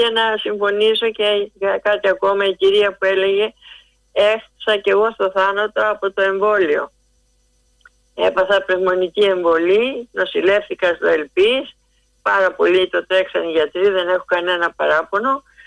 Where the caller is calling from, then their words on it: Athens, Attica, Greece; από το Λόφο Σκουζέ.